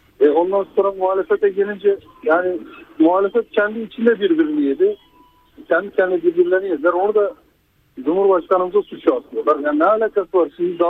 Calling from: Istanbul, Turkey; İstanbul Avcılar'dan arıyorum.

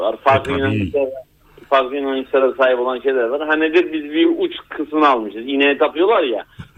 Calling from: Istanbul, Turkey; İstanbul'dan arıyorum.

